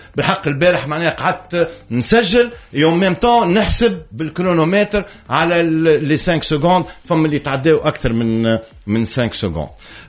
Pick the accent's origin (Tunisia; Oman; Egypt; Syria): Tunisia; عندنا في تونس